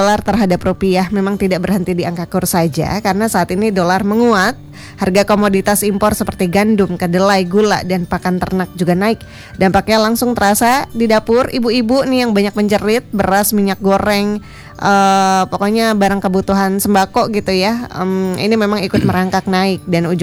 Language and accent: Indonesian; West Java, Indonesia; saya warga Dramaga